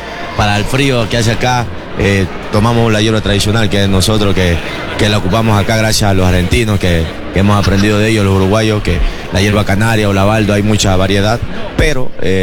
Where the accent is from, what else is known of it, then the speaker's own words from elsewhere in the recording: Esmeraldas, Ecuador; moved away; en mi tierra, en Esmeralda, se utiliza el indoor, es en cancha de cemento